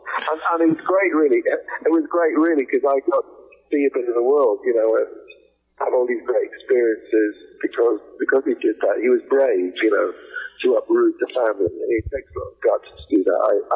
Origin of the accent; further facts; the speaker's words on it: England, United Kingdom; born there; also born or lived in Canada; Well, I was born in England. My parents were Welsh, but I was born in England, and we travelled a lot. We moved a lot. We moved 18 times.